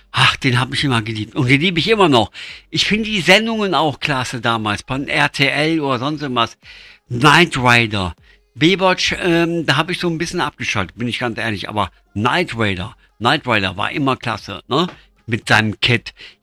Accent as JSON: {"language": "German", "town": "Leipzig", "region": "Saxony", "country": "Germany", "said": "Ich komme aus Leipzig, da bin ich einfach zu Hause."}